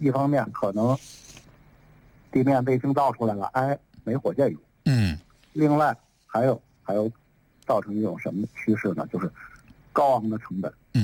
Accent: China; 那我们中国人尝试了第三种技术路径

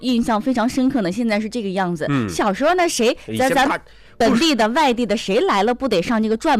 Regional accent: China; 我小时候就在那一块住啊。

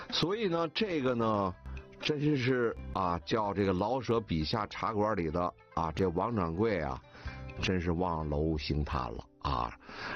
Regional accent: Beijing, China; 我们北京人说的这茶钱

